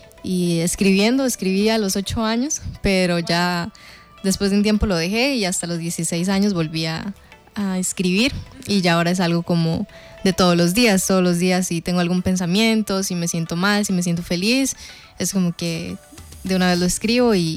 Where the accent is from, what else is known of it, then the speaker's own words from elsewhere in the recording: San Carlos, Alajuela, Costa Rica; also born or lived in San Ramón; Soy una cantautora de San Carlos. Bueno, nací en San Ramón, pero crecí en San Carlos.